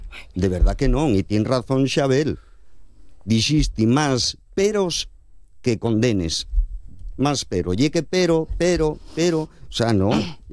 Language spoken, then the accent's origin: Spanish; Avilés, Asturias, Spain; también soy de Avilés y fui concejal allí